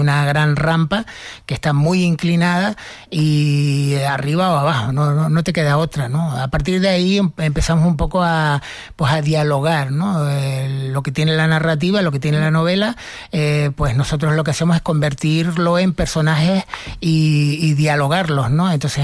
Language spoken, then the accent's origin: Spanish; Tejina, Canary Islands, Spain; yo, en mi pueblo, en Tejina, en el que nací